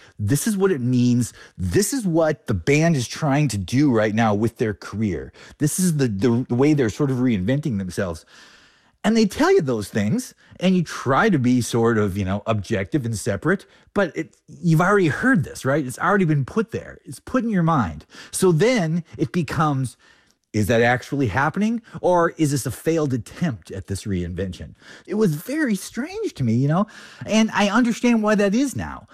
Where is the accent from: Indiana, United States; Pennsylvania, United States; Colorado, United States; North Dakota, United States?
North Dakota, United States; moved away as an adult; also born or lived in Ohio; I grew up in North Dakota and lived in Ohio, and after, you know, four years in Ohio, after, you know, 20, I think, you know, 6 years in North Dakota